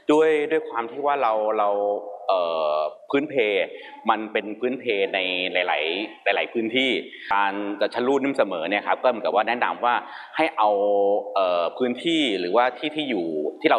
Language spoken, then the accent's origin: Thai; Bangkok, Thailand; ผมอาจจะเหมือนกับว่าเรียนและโตที่กรุงเทพแต่เหมือนกับว่าทางแม่จะมีเชื้อมอญพ่อจะเป็นคนใต้